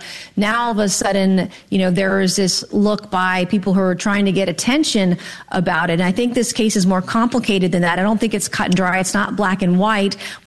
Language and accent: English; South Carolina, United States; near my hometown in South Carolina